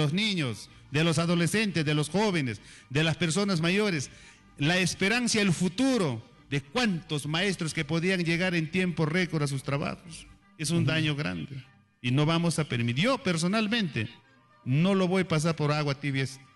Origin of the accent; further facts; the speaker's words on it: Yauya, Ancash, Peru; Yo vengo del distrito de Yauya, de Maribamba. Yo tenía Yo vengo de una comunidad de Centro Poblado, Tupac Amaru II.